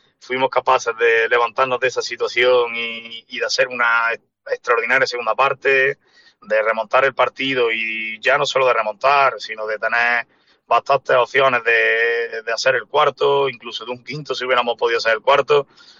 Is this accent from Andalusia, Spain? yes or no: yes; Córdoba, Andalusia, Spain; yo soy muy cordobés, soy muy de valorar el producto cordobés de esta localidad, de la provincia